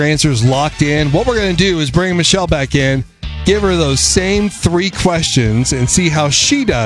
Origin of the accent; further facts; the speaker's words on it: Oregon, United States; moved away; I'm originally from Oregon.